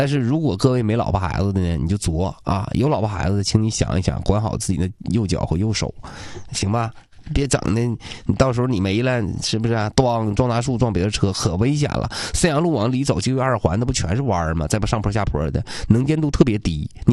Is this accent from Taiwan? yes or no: no; China; 我们中国人